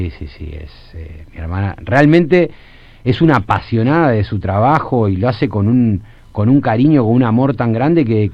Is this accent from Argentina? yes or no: yes; Rosario, Santa Fe, Argentina; born there; nací en el Sanatorio Parque, ahí en Calle Oroño.